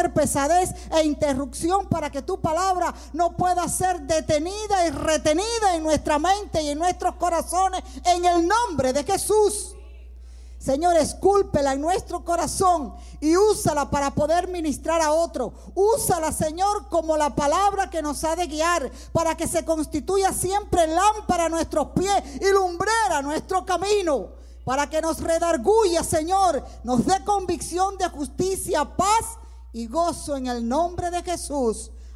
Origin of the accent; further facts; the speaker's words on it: Cuba; Sí, vengo de Cuba, bendito sea Dios. Vengo de Cuba, mi patria amada